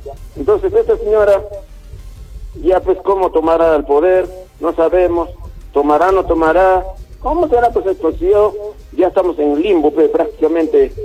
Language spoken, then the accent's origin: Spanish; Peru; ¿Qué cosa tenemos ahorita en el Perú para decir que somos peruanos?